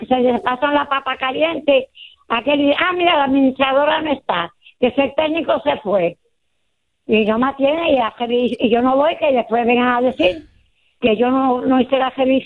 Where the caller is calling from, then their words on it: San Juan, Puerto Rico; Ah, mire, habla … de San Juan.